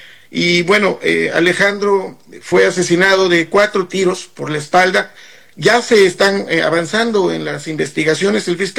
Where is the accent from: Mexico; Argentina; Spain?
Mexico; Oaxaca; a quien conozco de muchos años, somos oaxaqueños